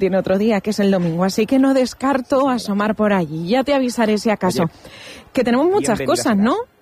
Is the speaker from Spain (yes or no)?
yes; Castilla-La Mancha, Spain; Es que mañana, para los que somos de Castilla-La Mancha, ya sabemos, la Feria de Albacete, sí.